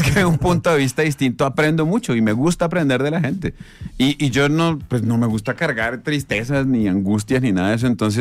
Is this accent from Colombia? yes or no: yes; Santa Marta, Magdalena, Colombia; yo crecí en Santa Marta.